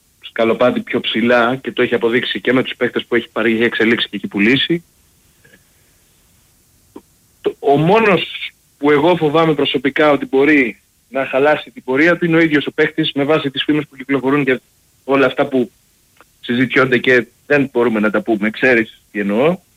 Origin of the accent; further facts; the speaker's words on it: Vyronas, Attica, Greece; Γεια σου φίλε Κώστα … από Βύρονα.